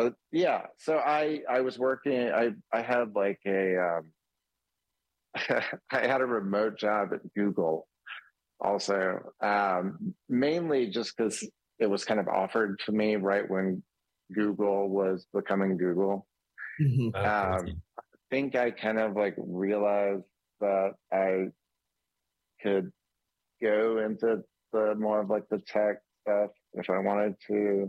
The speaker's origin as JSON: {"language": "English", "town": "Memphis", "region": "Tennessee", "country": "United States", "tie": "born or raised there", "also_born_or_lived": "New York", "said": "I moved home from New York to Memphis, thinking it was just going to be like a short-term thing."}